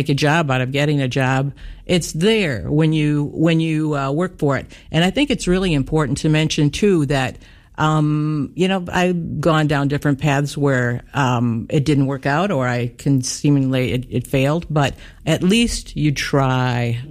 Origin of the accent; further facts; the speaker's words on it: Hudsonville, Michigan, United States; Hudsonville, yeah. My hometown